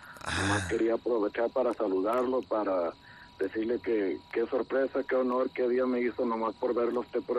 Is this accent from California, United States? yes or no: yes; Los Angeles, California, United States; born there; now in San Jose, United States; era cuando mi familia radicaba allá por Los Ángeles. Ahorita nosotros radicamos acá en San José, California. Somos originarios de Villanueva, Zacatecas, de un ranchito que se llama Tarasco, Villanueva.